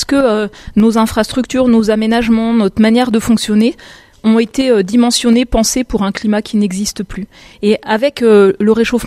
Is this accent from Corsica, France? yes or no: no; Grand Est, France; j'ai grandi en Lorraine. Je passais mes vacances d'été en Bretagne